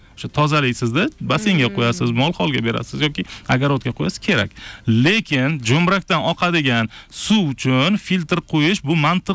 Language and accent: Uzbek; Bukhara, Bukhara Region, Uzbekistan; men Buxoroda katta bo'lganman